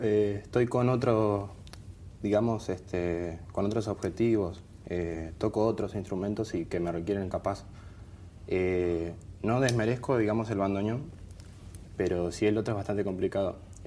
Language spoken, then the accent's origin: Spanish; Isidro Casanova, Buenos Aires Province, Argentina; Yo soy del municipio de La Matanza, de la localidad de Isidro Casanova.